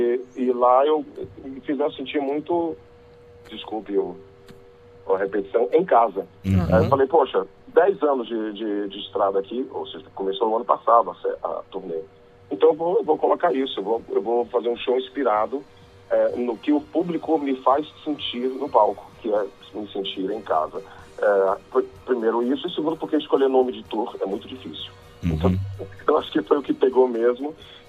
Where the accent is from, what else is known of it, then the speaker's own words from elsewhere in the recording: Bahia, Brazil; eu sou baiano.